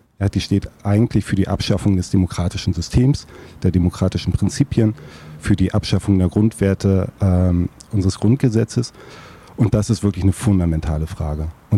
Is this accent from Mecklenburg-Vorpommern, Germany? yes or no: yes; Ludwigslust, Mecklenburg-Vorpommern, Germany; now in Rostock, Germany; Ich lebe seit über 20 Jahren total gerne in Rostock. Rostock ist meine Heimatstadt geworden, aber geboren und aufgewachsen bin ich in Ludwigslust.